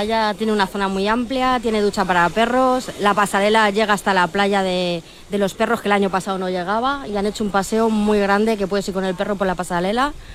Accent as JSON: {"language": "Spanish", "town": "Madrid", "region": "Community of Madrid", "country": "Spain"}